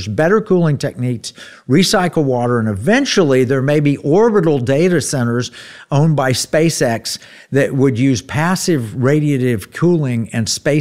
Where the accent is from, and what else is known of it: Tulsa, Oklahoma, United States; born or raised there